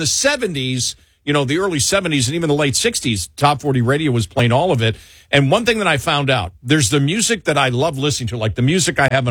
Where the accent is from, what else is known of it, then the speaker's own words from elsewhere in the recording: United States; I grew up on the Canadian border, so a lot of right. Canadian yeah. rock outside